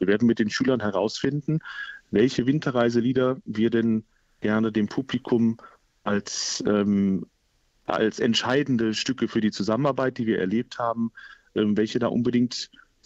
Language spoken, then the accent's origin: German; Limburg, Hesse, Germany; Tatsächlich auf meine Heimatstadt. Es ist immer was Besonderes, in Limburg zu sein. Ich bin da aufgewachsen, habe da musikalisch gehen gelernt.